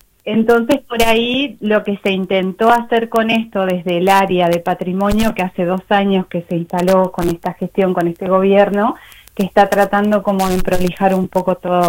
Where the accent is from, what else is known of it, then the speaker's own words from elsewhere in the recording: Argentina; como ciudadano y como argentino